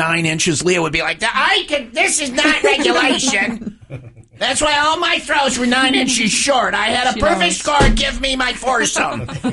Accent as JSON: {"language": "English", "region": "Wisconsin", "country": "United States", "tie": "born or raised there", "said": "I grew up in Wisconsin."}